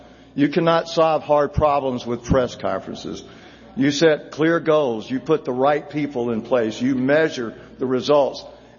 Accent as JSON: {"language": "English", "town": "Atlanta", "region": "Georgia", "country": "United States", "tie": "born or raised there", "said": "I grew up in the Techwood Projects in Atlanta."}